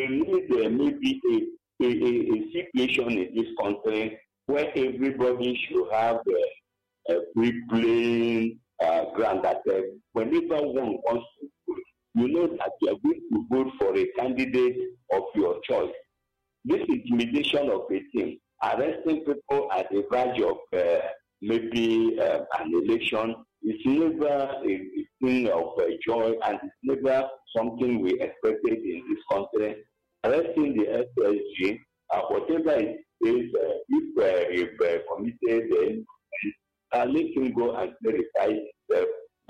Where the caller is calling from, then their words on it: Enugu, Enugu State, Nigeria; I'm calling from Abapani, Kenugu.